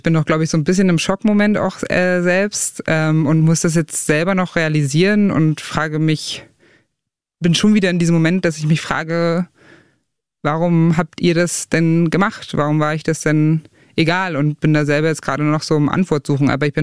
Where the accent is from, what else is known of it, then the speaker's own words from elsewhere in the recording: Saxony-Anhalt, Germany; dass da in Teilen Ostdeutschlands und Sachsen-Anhalt und der Altmark, wo ich herkomme